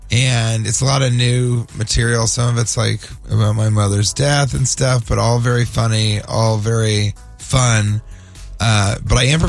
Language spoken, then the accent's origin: English; St. Louis, Missouri, United States; Growing up in St. Louis, you get to this certain age, one of the things we do is we take you to the comedy club.